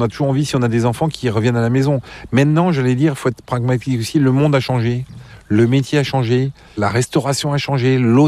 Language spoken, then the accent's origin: French; Plomodiern, Brittany, France; moved away; je suis de Plomeau.